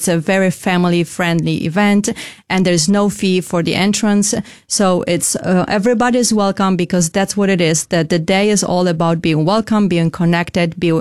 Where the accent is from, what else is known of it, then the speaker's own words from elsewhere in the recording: Poland; now in United States; I am from Poland, and I've been here in the United States for 15 years.